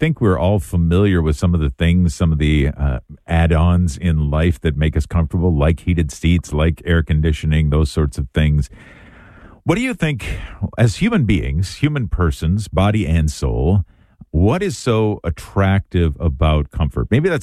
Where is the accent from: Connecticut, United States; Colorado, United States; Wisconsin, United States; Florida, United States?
Wisconsin, United States; in my home state of Wisconsin